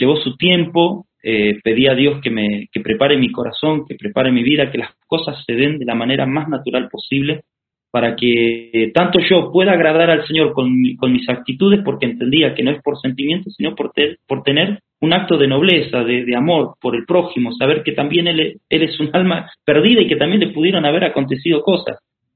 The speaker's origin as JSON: {"language": "Spanish", "country": "Argentina", "lives_now": "Brazil", "said": "Y yo estaba en Argentina, estaba haciendo trabajos misioneros en mi país, hice en otros países también."}